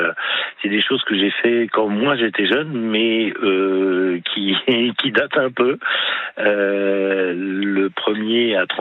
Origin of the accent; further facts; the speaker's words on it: Palaiseau, Île-de-France, France; born there; now in Moselle, France; Pas du tout. Moi, je suis d'origine en région parisienne.